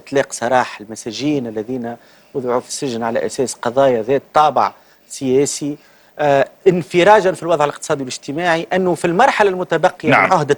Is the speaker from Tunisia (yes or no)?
yes; Tunisia; ببساطة كتونسي